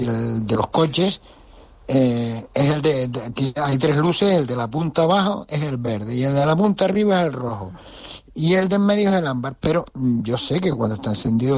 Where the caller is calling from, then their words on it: Las Palmas de Gran Canaria, Canary Islands, Spain; lo dice uno de Las Palmas